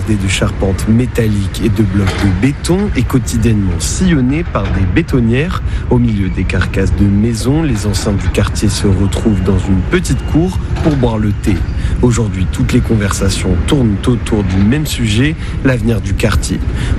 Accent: France; Je suis français

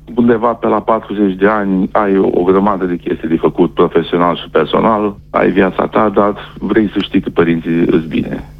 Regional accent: Suceava County, Romania

